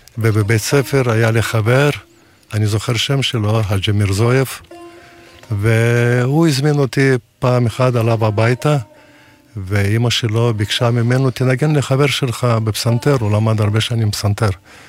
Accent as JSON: {"language": "Hebrew", "region": "Dagestan", "country": "Russia", "tie": "born or raised there", "also_born_or_lived": "Derbent", "first_language": "Judeo-Tat (Juhuri)", "second_language": "Hebrew", "moved": "yes", "said": "יליד דגסטן"}